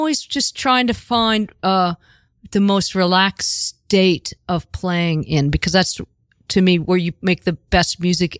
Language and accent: English; Pittsburgh, Pennsylvania, United States; now in New York, United States; From Pittsburgh